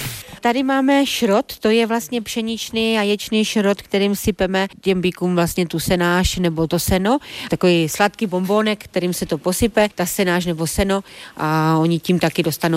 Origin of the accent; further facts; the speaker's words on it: Proskovice, Moravian-Silesian Region, Czechia; Jsem z Proskovic. Neřekla bych, že jsem úplně z zemědělské rodiny, ale celý život jsme doma měli prasátko, ovečku, slepice, králíky.